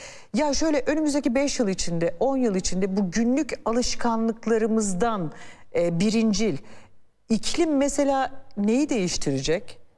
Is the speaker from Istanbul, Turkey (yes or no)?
no; Cizre, Şırnak Province, Turkey; Çünkü ben Cizreliyim. Onu söyleyeyim. İnanılmaz zordur gerçekten yaşam bakıldığında, özellikle bu mevsimde.